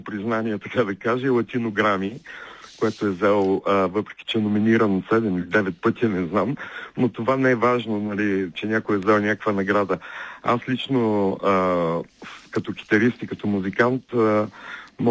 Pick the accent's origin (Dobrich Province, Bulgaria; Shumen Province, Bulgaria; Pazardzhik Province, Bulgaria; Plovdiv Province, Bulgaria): Plovdiv Province, Bulgaria; Plovdiv; аз съм пловдивчанин и сърцето ми е в този град